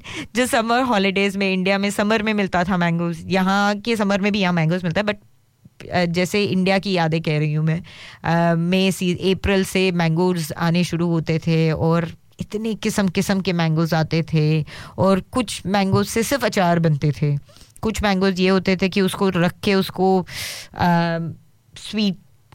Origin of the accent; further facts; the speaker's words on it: Mumbai, Maharashtra, India; also born or lived in Hyderabad; now in Australia; मैं बॉम्बे से हूँ तो फिर बॉम्बे में हापूस तो मिलता ही मिलता है और मैंने बहुत खाया हुआ है उसके पहले मैं रहती थी हैदराबाद में